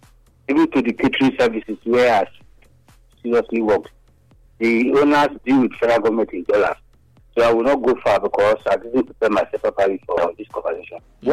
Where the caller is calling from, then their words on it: Nigeria; I'm calling from Egban community.